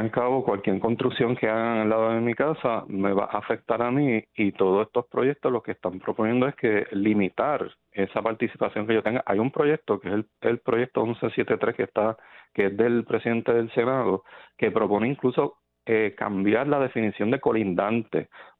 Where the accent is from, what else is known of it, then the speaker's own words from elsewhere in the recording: Salinas, Puerto Rico; Yo soy de Salinas